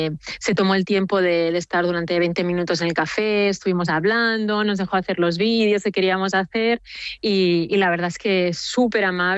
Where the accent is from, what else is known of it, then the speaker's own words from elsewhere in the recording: Barcelona, Catalonia, Spain; now in Paris, France; Es verdad que yo siendo española de Barcelona siempre había pensado, yo llevo 13 años en París